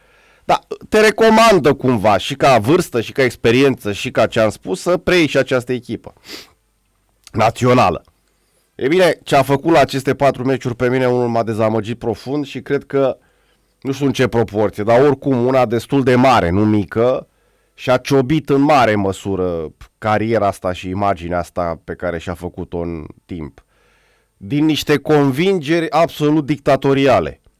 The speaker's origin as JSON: {"language": "Romanian", "country": "Romania", "said": "sunt român"}